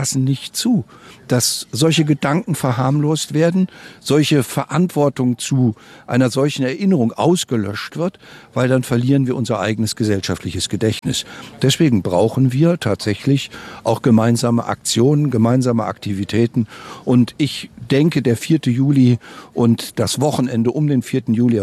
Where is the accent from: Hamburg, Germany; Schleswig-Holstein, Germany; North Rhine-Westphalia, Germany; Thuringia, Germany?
Thuringia, Germany; Erfurt; Und ich finde es so wichtig, dass wir als Erfurter selber wissen